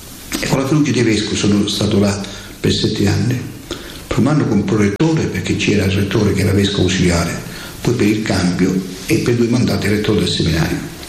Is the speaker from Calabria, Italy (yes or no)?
yes; Rossano, Calabria, Italy; Io sono originario di Rossano Calabro